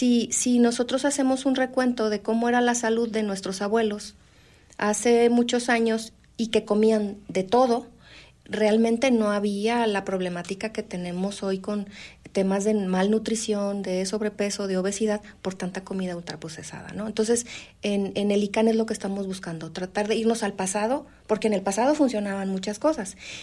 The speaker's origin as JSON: {"language": "Spanish", "region": "Durango", "country": "Mexico", "moved": "as an adult", "lives_now": "Guadalajara, Mexico", "said": "Yo soy duranguense, soy del norte, pero tengo ya más de 20 años viviendo aquí, entre Guadalajara y Ciudad Guzmán."}